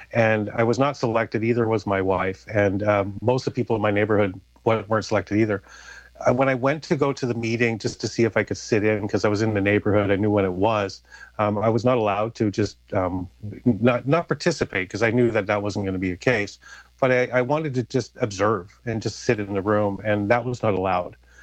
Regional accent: Burnaby, British Columbia, Canada; born there; as I was born here in Burnaby General.

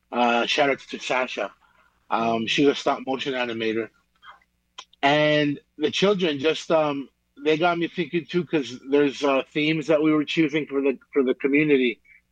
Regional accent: Belize; now in Calgary, Canada; I'm from Belize

